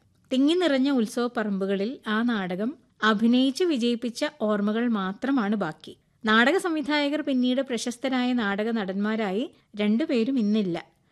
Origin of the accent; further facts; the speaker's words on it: Paravur, Kerala, India; അത് പറവൂര് ഞങ്ങളുടെ ഗ്രൗണ്ടില്, എന്റെ വീടിനടുത്താണ് ആ ഗ്രൗണ്ട്